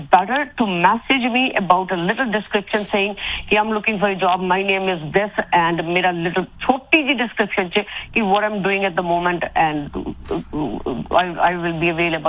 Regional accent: Punjab, India; ਮੈਂ ਪੰਜਾਬ ਤੋਂ ਜੀ।

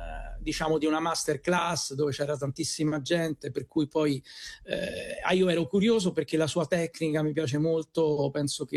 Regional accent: Rome, Lazio, Italy; io sono romano e vivo a Roma

